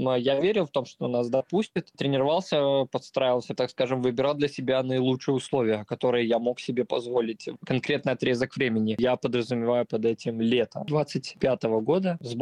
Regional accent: Novopolotsk, Vitebsk Region, Belarus; Я родом из Новополоцка

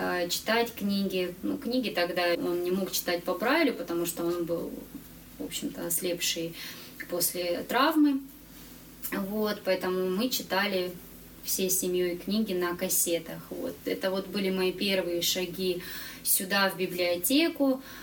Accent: Kislovodsk, Stavropol Krai, Russia; born there; Я родилась в Кисловодске в 1985 году в семье слепого

